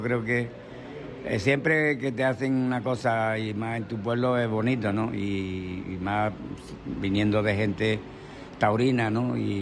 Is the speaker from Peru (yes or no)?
no; San Fernando, Andalusia, Spain; now in Algeciras, Spain; aunque yo vivo en Algeciras, pero no tiene nada que ver para sentirme cañahilla hasta la médula, ¿no? Y no tengo que decir que soy de aquí o de allí, sino cañahilla, isleño puro.